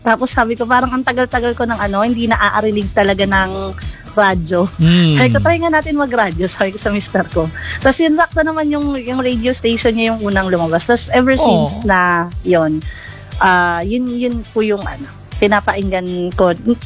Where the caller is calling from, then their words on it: Imus, Calabarzon, Philippines; taga Imus, Cavite po.